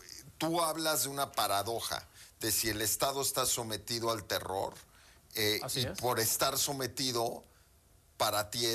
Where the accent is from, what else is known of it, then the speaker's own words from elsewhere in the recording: Mexico; el parámetro que nosotros le poníamos todos como mexicanos al gobierno era número de homicidios